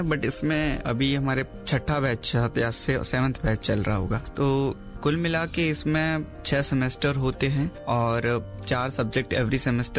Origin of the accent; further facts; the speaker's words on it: Jaisalmer, Rajasthan, India; मैं जैसलमेर राजस्थान से हूँ।